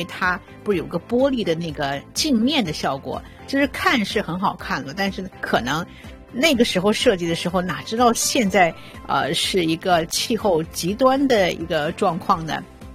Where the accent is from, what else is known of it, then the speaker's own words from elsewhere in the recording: China; 我们中国人